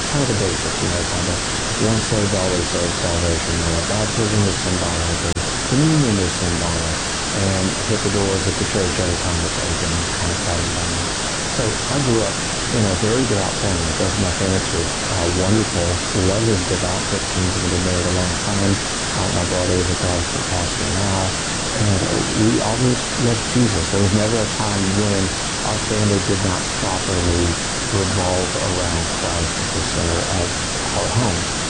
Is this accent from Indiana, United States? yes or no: no; Georgia, United States; My story is starts out like many people in the South. I grew up in South Georgia in an evangelical home.